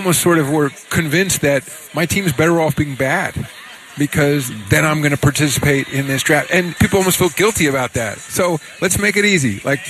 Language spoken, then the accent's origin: English; New York City, New York, United States; I'm a New Yorker, you know, so, and I was alive for the last two, you know.